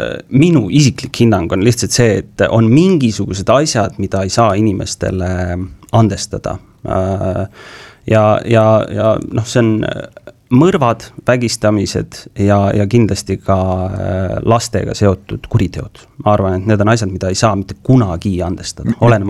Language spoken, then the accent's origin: Estonian; Tartu, Tartu County, Estonia; Ma olen Tartu inimene, ma olen terve elu Tartus, ma olen Tartus sündin, ma olen Tartust elanud, minu kõige pikem aeg, kui ma Tartus teemal on olnud, oli ajateenistus, kui ma olin esimeses jalaväebrigaadis.